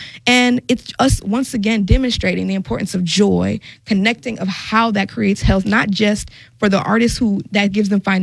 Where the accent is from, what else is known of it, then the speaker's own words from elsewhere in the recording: Tampa, Florida, United States; I'm from Tampa, so I call them grills.